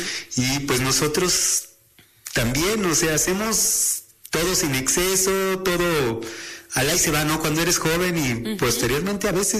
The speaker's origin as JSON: {"language": "Spanish", "town": "Oriental", "region": "Puebla", "country": "Mexico", "tie": "born or raised there", "also_born_or_lived": "Xalapa, Veracruz / Libres, Puebla", "said": "yo nací en Jalapa, Veracruz, pero toda mi vida he vivido en Oriental."}